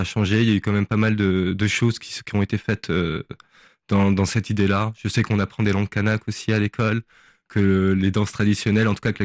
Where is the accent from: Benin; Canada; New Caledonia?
New Caledonia; Nouméa; en grandissant en Calédonie